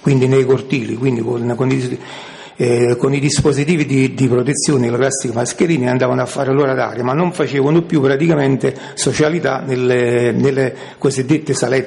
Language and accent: Italian; Cellole, Campania, Italy; io sono di Cellole, quindi sarebbe 15 chilometri.